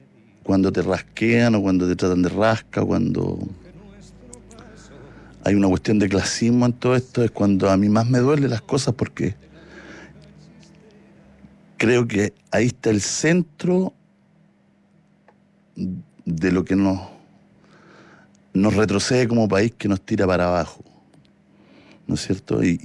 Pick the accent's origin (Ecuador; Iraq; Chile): Chile; Hualpén, Biobío; moved away; Yo nací en una población, en Hualpencillo, que hoy día es Hualpén